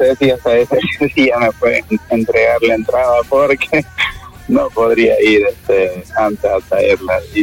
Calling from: San Miguel, El Salvador; Yo soy de Garrobera, de aquí de San Miguel, le estoy llamando.

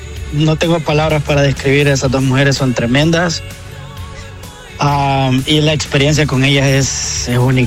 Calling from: Ciudad Delgado, San Salvador, El Salvador; De Ciudad Delgado, San Salvador.

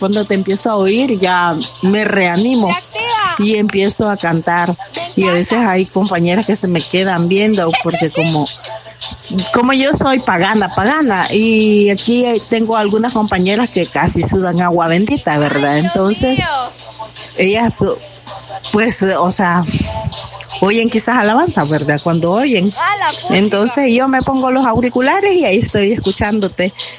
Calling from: Aguilares, San Salvador, El Salvador; Te escucho en Aguilares.

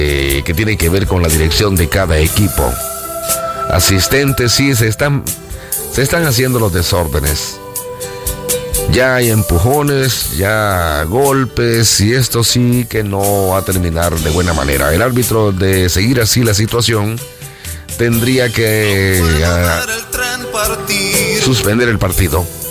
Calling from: San Salvador, El Salvador; Buenas noches … de la Escalón.

